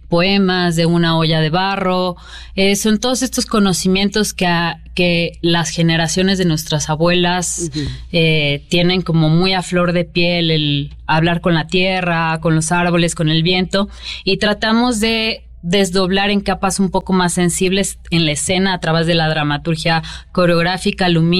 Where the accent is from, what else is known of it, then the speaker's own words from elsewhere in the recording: Mexico; pues que ya per se es implícito porque somos mexicanos todos